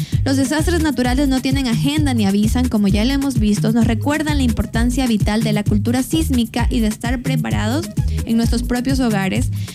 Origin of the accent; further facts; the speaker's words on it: Ecuador; lo que nosotros como ecuatorianos vivimos